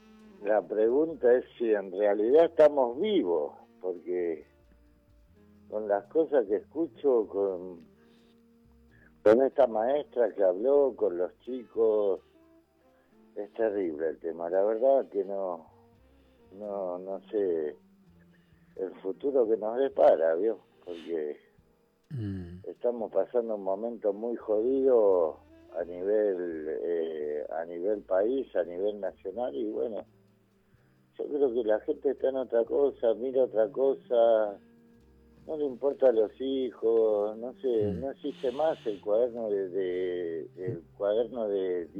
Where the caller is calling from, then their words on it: Santa Teresita, Buenos Aires Province, Argentina; De Santa Teresita